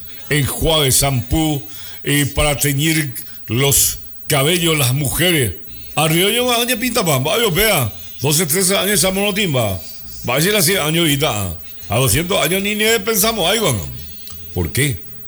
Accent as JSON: {"language": "Spanish", "country": "Paraguay", "said": "soy paraguayo."}